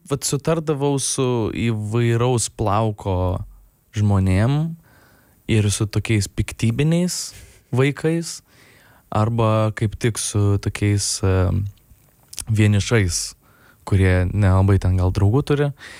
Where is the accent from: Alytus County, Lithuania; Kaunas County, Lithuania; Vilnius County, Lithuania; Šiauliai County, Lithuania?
Kaunas County, Lithuania; Kaunas; aš kadangi augau Dainavoj, tai ten toks, nu, mano vaikystai, tai ten būdavo ką veikti, nu, tipo, nebuvo ten labai saugu, kad ten galėtum visą laiką ten vienas kažkaip visur lakstyt.